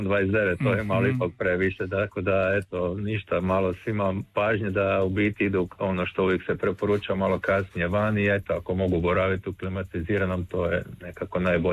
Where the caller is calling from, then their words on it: Mali Lošinj, Primorje-Gorski Kotar County, Croatia; vama i svim slušateljima Radio Rijeke sa otoka Lošinja, otoka Vitalnosti.